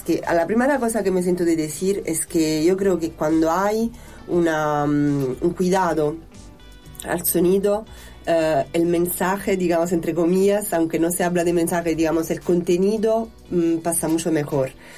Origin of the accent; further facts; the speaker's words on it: Naples, Campania, Italy; moved away as an adult; also born or lived in Madrid; now in Brussels, Belgium; Soy tana de orígenes, soy napolitana para ser exacta, pero son ya como más de 10 años que ya no vivo en Italia. Uh-huh. Actualmente vivo en Bruselas